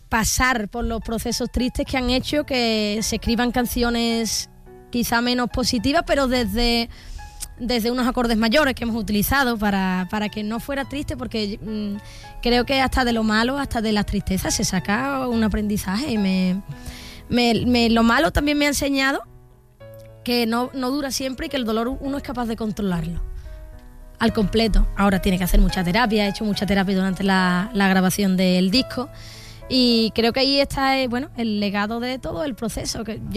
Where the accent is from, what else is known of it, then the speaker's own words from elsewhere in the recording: Jerez de la Frontera, Andalusia, Spain; moved away; volver a Jerez, a mi tierra